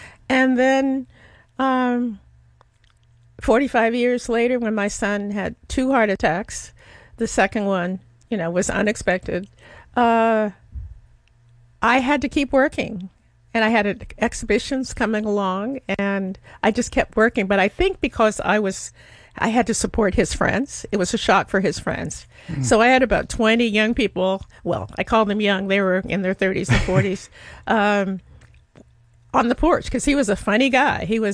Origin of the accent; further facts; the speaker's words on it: Alaska, United States; moved away; I come from Alaska. I come from a community that was very supportive.